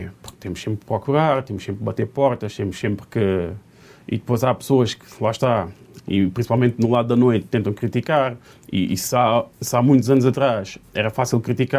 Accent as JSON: {"language": "Portuguese", "town": "Moita", "region": "Lisbon", "country": "Portugal", "also_born_or_lived": "Alentejo", "moved": "as an adult", "lives_now": "Algarve, Portugal", "said": "Sou da Margem Sul, sou da Moita"}